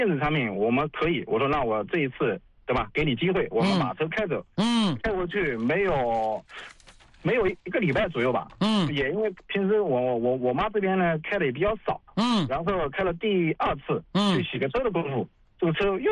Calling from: Nanjing, Jiangsu, China; 我们南京这边

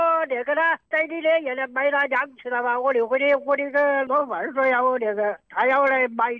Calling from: Yichang, Hubei, China; 我是宜昌的。

